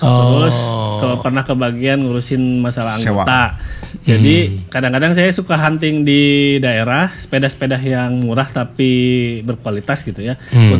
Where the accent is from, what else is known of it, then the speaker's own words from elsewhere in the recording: Bandung, West Java, Indonesia; karena kita orang Bandung gitu ya